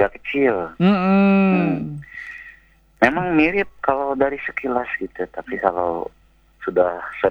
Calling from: Pangkalan Bun, Central Kalimantan, Indonesia

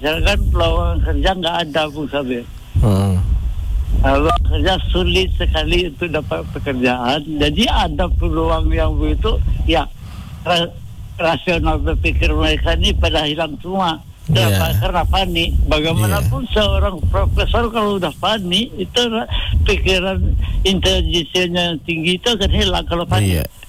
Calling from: Surabaya, East Java, Indonesia; ini mungkin pendapat saya di Surabaya ini agak beda yang kali ini nih

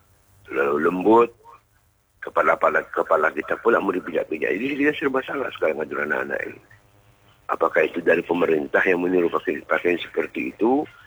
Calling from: Malay area, Indonesia; kita kan Melayu ni kan.

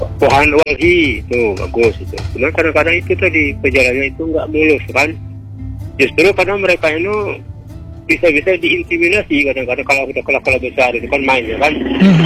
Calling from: Bangka Belitung Islands, Indonesia; Kalau bahasa Bangkaan ini kita orang Bangka yang tahu

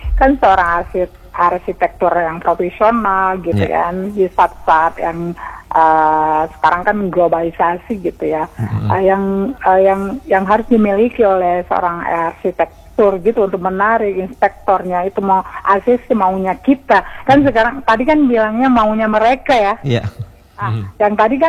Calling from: Aceh, Indonesia; kita orang Aceh ini

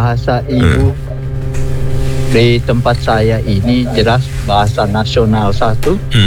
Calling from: Central Sulawesi, Indonesia; first language Kaili; Indonesian is a second language; saya orang Kaili. Jadi bahasanya bahasa Kaili.

